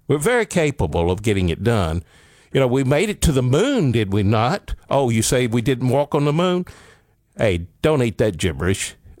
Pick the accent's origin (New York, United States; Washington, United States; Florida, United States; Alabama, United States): Alabama, United States; I grew up in Northeast Alabama on a mountain.